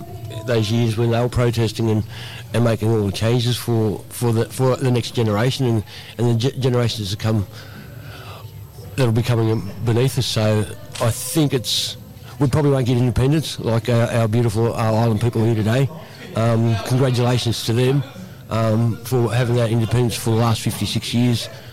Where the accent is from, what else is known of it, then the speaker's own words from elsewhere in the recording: New South Wales, Australia; Yeah, that's home